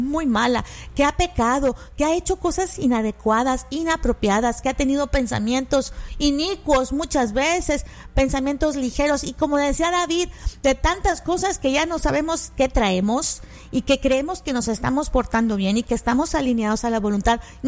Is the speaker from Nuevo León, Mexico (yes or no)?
yes; Monterrey, Nuevo León, Mexico; a todas las personas de Monterrey, de la cual pues yo pertenezco. Yo soy de Monterrey también